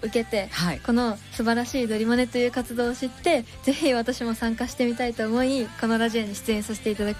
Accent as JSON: {"language": "Japanese", "town": "Koriyama", "region": "Fukushima", "country": "Japan", "tie": "born or raised there", "moved": "as an adult", "lives_now": "Sendai, Japan", "said": "郡山市出身なんですけれども、はい、今回こう大学に入学するにあたって仙台に来ました。"}